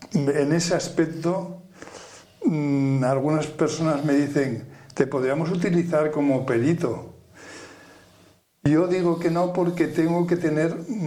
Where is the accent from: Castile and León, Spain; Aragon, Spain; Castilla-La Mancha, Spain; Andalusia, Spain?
Aragon, Spain; de la provincia de Huesca, de donde soy yo